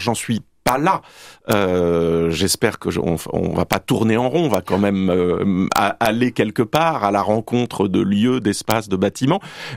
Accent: Bordeaux, Nouvelle-Aquitaine, France; C'est parce que je suis bordelais, bien sûr

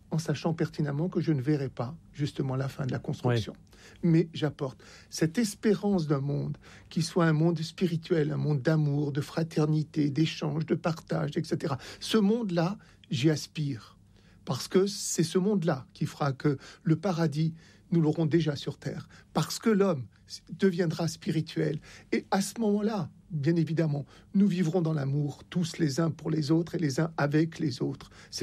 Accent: Oran, Oran Province, Algeria; born there; Je suis né à Oran.

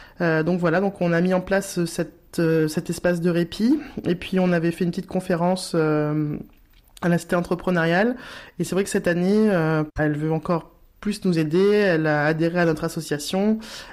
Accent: Saintes, Nouvelle-Aquitaine, France; je suis originaire de Saintes, j'habite ici, donc c'est vrai que j'ai envie de leur faire découvrir tout notre patrimoine.

